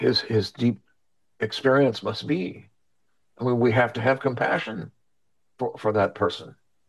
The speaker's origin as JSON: {"language": "English", "town": "Minneapolis", "region": "Minnesota", "country": "United States", "said": "I'm from Minneapolis"}